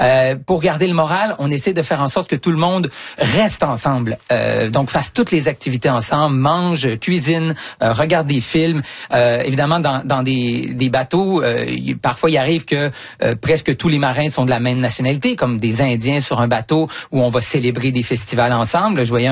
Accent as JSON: {"language": "French", "country": "Canada", "said": "en tant que Canadien"}